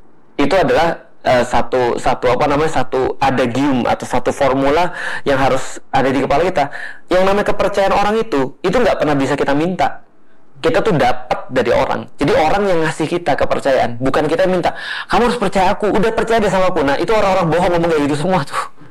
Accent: Sumatra, Indonesia; Aku orang Sumatera.

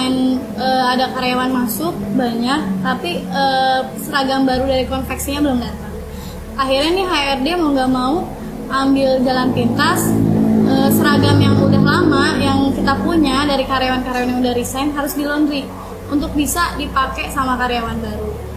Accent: Karawang, West Java, Indonesia; Kalau saya asli dari Karawang.

